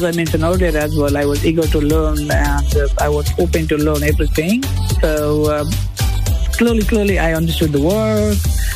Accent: Nepal; English is a second language; moved away as an adult; now in Dubai, United Arab Emirates; I came from Nepal, so English is the biggest challenge.

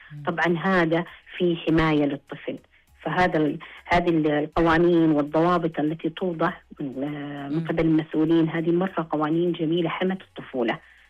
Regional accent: Saudi Arabia; اللي عندنا في المملكة العربية السعودية

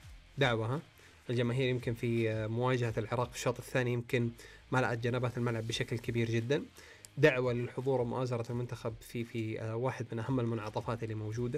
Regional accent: Saudi Arabia; كلنا يمكن كسعوديين

